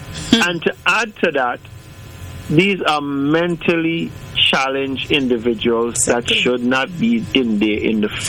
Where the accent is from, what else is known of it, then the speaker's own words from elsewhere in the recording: Antigua & Barbuda; I'm from Antigua